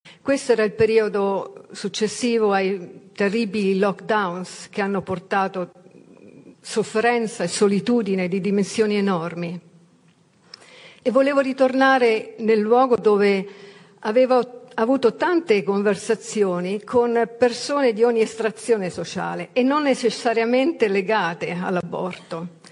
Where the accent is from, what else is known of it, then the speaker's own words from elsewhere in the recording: Rome, Lazio, Italy; moved away as an adult; now in United Kingdom; Roma è la mia città natale, quindi sono estremamente emozionata e grata di essere qui, onorata di essere qui oggi. Vivo in Gran Bretagna da 35 anni